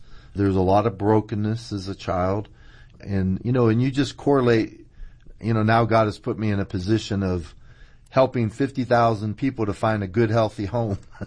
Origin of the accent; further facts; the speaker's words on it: Tampa, Florida, United States; I was raised in Tampa.